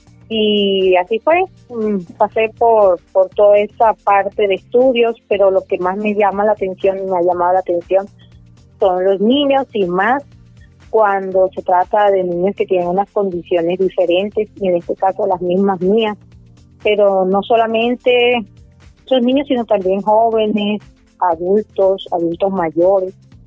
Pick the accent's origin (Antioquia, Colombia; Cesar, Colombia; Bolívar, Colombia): Cesar, Colombia; Valledupar; also born or lived in Sogamoso, Boyacá; una ciudad fría, pero hermosa, del departamento de Boyacá, Sogamoso, principalmente es mi tierra de nacimiento, pero muy pequeña me llevaron mis padres, me trajeron para Valledupar Cesar, tierra que ustedes conocen, de acordeones, de música, de cultura vallenata, de amor, de comidas deliciosas.